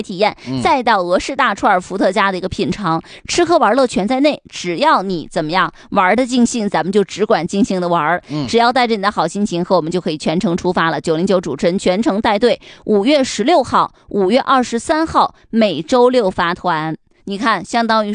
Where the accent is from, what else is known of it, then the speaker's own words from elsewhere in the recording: Northeast China, China; accent: Northeastern Mandarin; 我们东北话讲